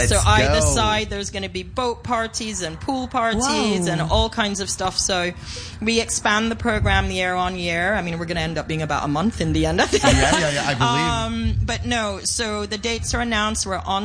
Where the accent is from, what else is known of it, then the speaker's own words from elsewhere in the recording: Jamaica; I'm Jamaican, so I'm a mix of all kinds